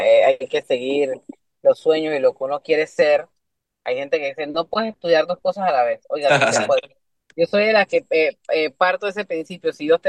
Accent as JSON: {"language": "Spanish", "town": "Panama City", "region": "Panamá", "country": "Panama", "said": "yo igual soy del barrio de Concepción, Juan Díaz, un área roja."}